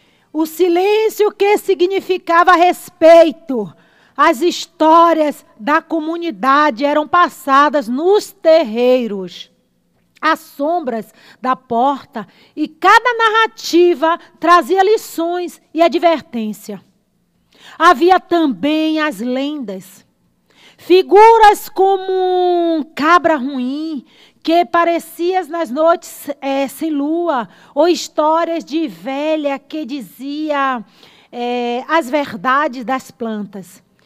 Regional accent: Brazil; moved away; E São Bento de Antá é o meu tudo, né? Onde eu nasci.

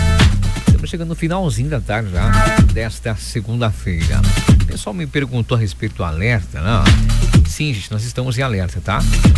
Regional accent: Rebouças, Paraná, Brazil; moved away; É, eu sou rebolsense, né? … eu sou rebolsense. Eu sou natural de Rebouças

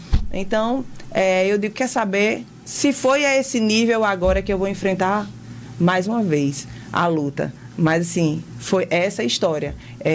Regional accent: Arapiraca, Alagoas, Brazil; eu venho de Arapiraca

